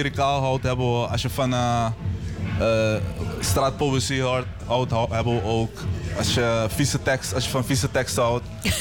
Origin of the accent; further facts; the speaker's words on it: Amsterdam, North Holland, Netherlands; Van Amsterdam.